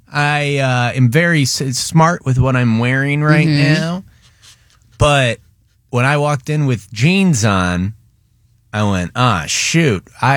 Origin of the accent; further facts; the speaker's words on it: Detroit, Michigan, United States; Jed and I grew up in Detroit.